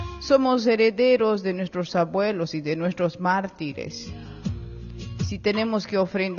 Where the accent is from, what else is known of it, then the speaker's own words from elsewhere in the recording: Bolivia; somos los bolivianos y bolivianas, ¿no? Somos decididos, somos gente de lucha, gente revolucionaria, somos herederos de nuestros abuelos y de nuestros mártires.